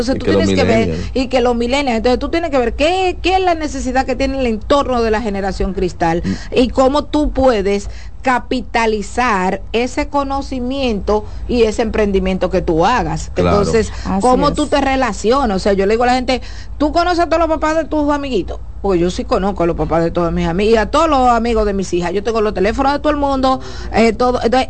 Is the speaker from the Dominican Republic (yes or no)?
yes; Dominican Republic